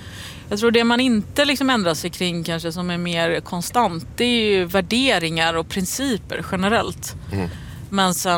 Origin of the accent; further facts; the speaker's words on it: Gothenburg, Västra Götaland County, Sweden; accent: Gothenburg; Jag har fått höra det av andra. Alltså att min göteborgska är